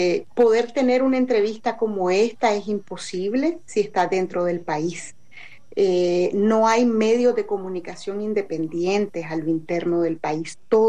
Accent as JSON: {"language": "Spanish", "country": "Nicaragua", "moved": "as an adult"}